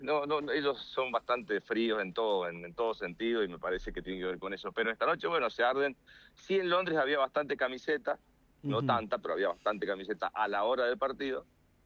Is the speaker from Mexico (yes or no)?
no; Argentina; yo soy argentino